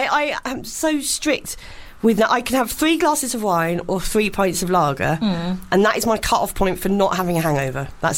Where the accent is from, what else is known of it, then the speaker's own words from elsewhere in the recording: Maidstone, South East England, United Kingdom; I'm from Maidstone